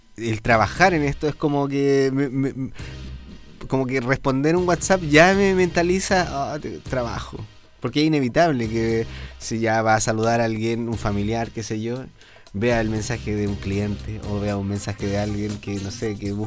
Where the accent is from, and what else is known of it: Chile